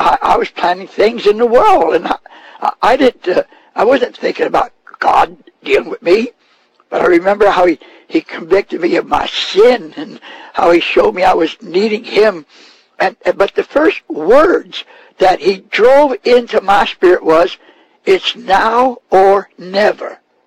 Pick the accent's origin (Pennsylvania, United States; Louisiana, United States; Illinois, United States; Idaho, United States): Pennsylvania, United States; Bethlehem; I was back in my home where I was born and raised on Fire Lane in Bethlehem, Pennsylvania. That's where I lived. I was born there. And that's where I was living at that time in my mother and father's home where I was raised at.